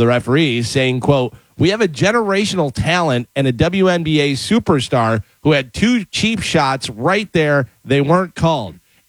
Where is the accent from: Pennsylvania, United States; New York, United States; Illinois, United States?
Illinois, United States; So growing up in Illinois, we had Great America, and their big claim to fame was the largest wooden roller coaster.